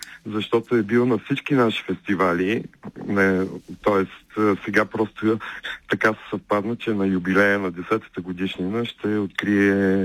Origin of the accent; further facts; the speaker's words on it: Plovdiv, Plovdiv Province, Bulgaria; аз съм пловдивчанин и сърцето ми е в този град